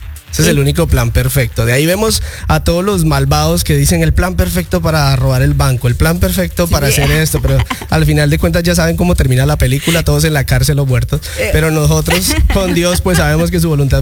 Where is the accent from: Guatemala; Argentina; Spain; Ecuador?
Guatemala; moved away; yo soy de Guatemala, estuve en Izabal, Puerto Barrios.